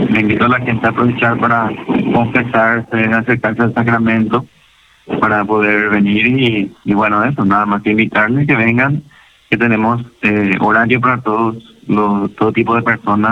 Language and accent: Spanish; Carmen del Paraná, Itapúa, Paraguay; moved away as an adult; now in Asunción, Paraguay; yo soy de Carmen del Paraná, Itapúa, pero soy misionero redentorista.